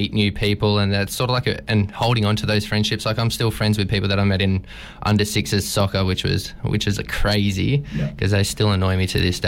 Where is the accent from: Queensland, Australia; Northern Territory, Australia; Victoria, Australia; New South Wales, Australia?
New South Wales, Australia; Grafton; also born or lived in Kalgoorlie, Western Australia; I think I was about 3 months old, so I've been told. And, yeah, we moved to Grafton through a dust storm from Kalgoorlie